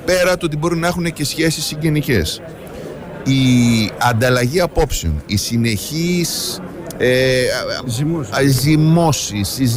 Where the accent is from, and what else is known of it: Greece